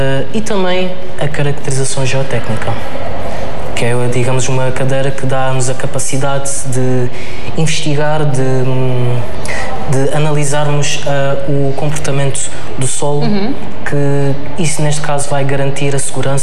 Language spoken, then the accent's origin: Portuguese; Lisbon, Portugal; moved away as an adult; now in Algarve, Portugal; eu sou de Lisboa